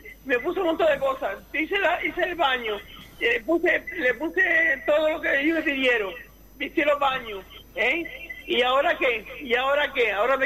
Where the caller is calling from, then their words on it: Canary Islands, Spain; de la Ropa Vieja.